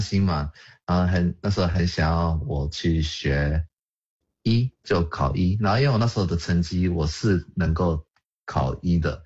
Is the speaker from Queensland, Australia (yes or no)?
yes; Brisbane, Queensland, Australia; 因为我们在澳洲布里斯本长大